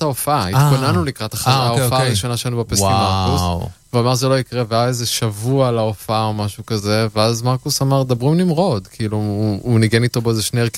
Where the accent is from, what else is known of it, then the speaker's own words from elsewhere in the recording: Haifa, Haifa District, Israel; moved away as an adult; אז אני גדלתי שם